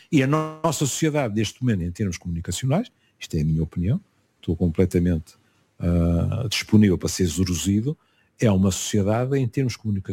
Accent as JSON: {"language": "Portuguese", "town": "Porto", "region": "Norte", "country": "Portugal", "said": "Eu sou muito portuense nisso, porque tenho um ouvido granítico."}